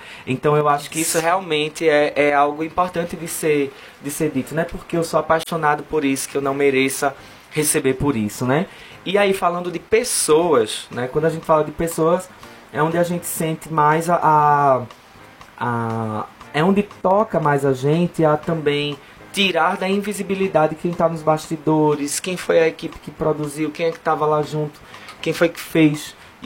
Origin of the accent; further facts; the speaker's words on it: Sirinhaém, Pernambuco, Brazil; now in Caruaru, Brazil; minha terra, Sirinhaém, para minha zona rural